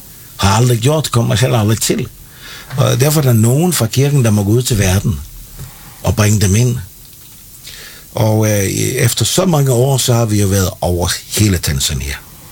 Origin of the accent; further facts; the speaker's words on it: Bornholm, Capital Region of Denmark, Denmark; moved away; Altså, jeg er fiskersøn fra Bornholm